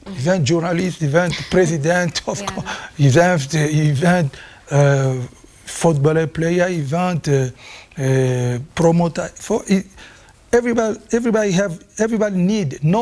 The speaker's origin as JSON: {"language": "English", "country": "DR Congo", "second_language": "English", "said": "I'm from Congo. We're supposed to talk for this situation in Congo, but all Africa."}